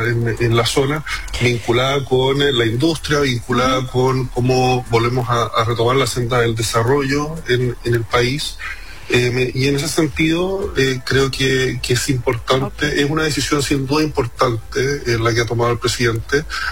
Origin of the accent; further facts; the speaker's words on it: Chile; Y bueno, yo creo que partir diciendo que esto es una fecha que nos divide como chilenos, o sea, seamos sinceros.